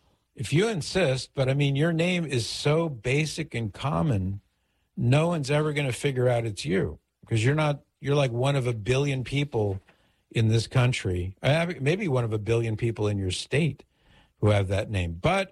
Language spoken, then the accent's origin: English; Mission Viejo, California, United States; And that's just down the street from where I grew up in Mission Viejo